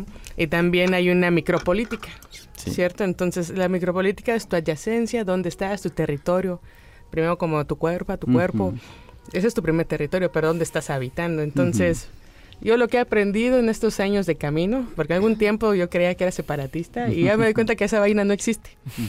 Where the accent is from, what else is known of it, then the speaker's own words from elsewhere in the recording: Chiapas, Mexico; moved away; yo soy de Chiapas.